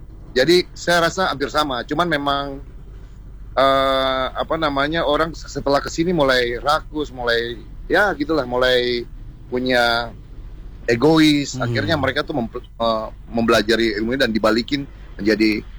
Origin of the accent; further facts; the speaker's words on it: Sorong, Southwest Papua, Indonesia; Karena memang kebetulan saya juga memang dari Papua, dari Sorong.